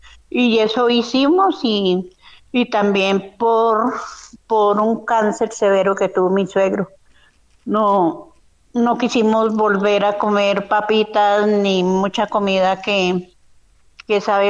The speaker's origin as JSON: {"language": "Spanish", "town": "Zetaquira", "region": "Boyacá", "country": "Colombia", "tie": "born there", "moved": "yes", "said": "yo sí soy nacida en Zetaquira, Boyacá, y allí mis padres no aplicaban nada de químico, todo lo hacían con compostaje, con capote de monte, los semilleros y todo, era una bendición como se hacían las cosas. Pero luego yo fui a la ciudad"}